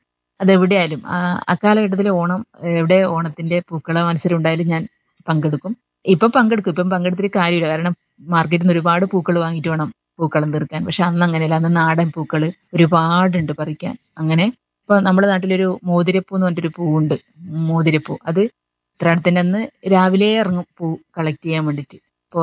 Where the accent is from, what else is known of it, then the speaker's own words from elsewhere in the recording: Kampallur, Kerala, India; now in Payyanur, India; ഞാൻ ജനിച്ചു വളർന്നത് കാസർഗോഡ് ജില്ലയിലെ കമ്പല്ലൂർ എന്ന ഒരു ഗ്രാമത്തിലാണ്. ഗ്രാമത്തിൻ്റെ നന്മ അതുപോലെ ഒപ്പിയെടുത്ത ഒരു ഗ്രാമപ്രദേശം.